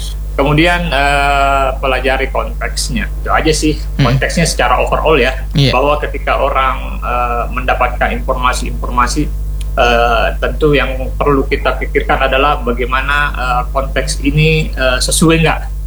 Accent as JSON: {"language": "Indonesian", "region": "South Sulawesi", "country": "Indonesia", "said": "kita sih orang Bugis Makassar"}